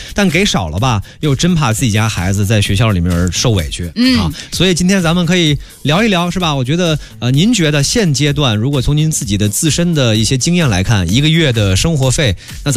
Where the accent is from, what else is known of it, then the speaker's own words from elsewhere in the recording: Tianjin, China; moved away as an adult; also born or lived in Beijing; 我天津人，在北京上学吗？